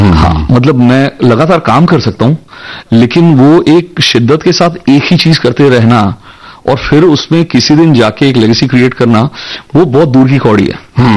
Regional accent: Matabira, Odisha, India; also born or lived in Bhilai; तब तक हम उड़ीसा शिफ्ट हो चुके थे भिलाई से, और ये बहुत छोटा सा गांव था, इसका नाम माताबिरा है। मतलब वहां पर … माताबिरा लिख के चिट्ठी डालिए मेरे घर आ जाती थी

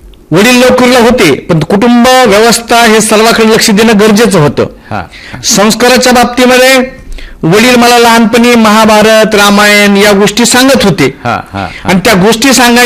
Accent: Borkhed, Maharashtra, India; also born or lived in Kacharwadi, Beed district; माझा जन्म 14/5/1968 रोजी माझं गाव बोरखेड या ठिकाणी माझा जन्म झाला. बीड पासून साधारणतः 40 किलोमीटर अंतरावर बोरखेड हे गाव आहे.

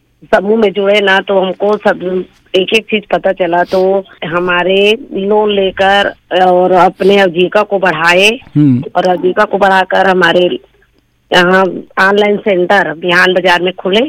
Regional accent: Rajnandgaon district, Chhattisgarh, India; ग्राम मेढ़ा, ब्लॉक डोंगरगढ़, जिला राजनांदगांव, छत्तीसगढ़।

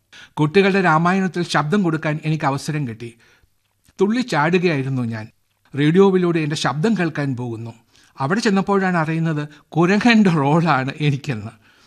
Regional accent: Mannarkkad, Kerala, India; മണ്ണാർക്കാട്ടുകാരനാണെങ്കിലും എൻ്റെ മണ്ണാർക്കാടിനതിർത്തി ലഡാക്ക് എന്നറിയുന്നേൻ എന്ന് പാടിയ ഒളപ്പമണ്ണയെ ഞാൻ സ്മരിക്കും.

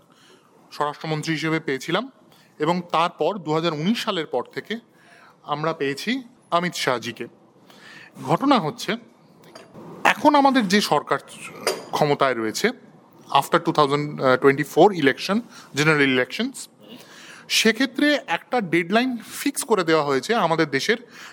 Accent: West Bengal, India

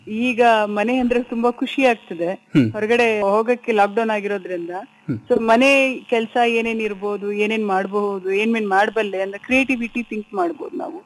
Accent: Bengaluru, Karnataka, India; also born or lived in Kodagu; ನಾನು ಆಕ್ಚುಲಿ ಕೊಡಗಿನವಳೆ. ನಾನು ಹುಟ್ಟಿ ಬೆಳೆದಿದ್ದೆಲ್ಲ ಬೆಂಗಳೂರೇ, ಬಟ್ ನನ್ನ ತಾತ ಇದ್ದಿದ್ದು ಮೂರ್ನಾಡ್ ಅಂತ ಕುಂಬಳದಾಳ್.

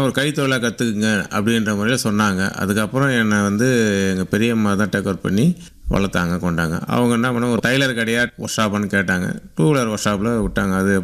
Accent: Puducherry, India; பிறந்தது பாண்டிச்சேரி தான் சார். லாஸ்பேட்டையில் செல்லபெருமாள்பேட்டை ஊரில் பிறந்தேன்.

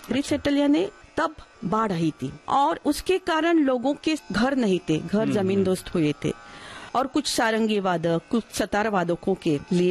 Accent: Kairana, Uttar Pradesh, India; किराना का … रहने वाला हूँ, मैं वो किराना गांव के है

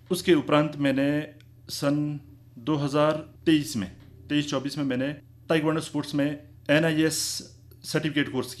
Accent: Himachal Pradesh, India; moved away as an adult; मैं बेसिकली देहावलसन का रहने वाला हूँ और मेरा बचपन देहावलसन में ही बीता है, क्योंकि गांव के रहने वाले हैं।

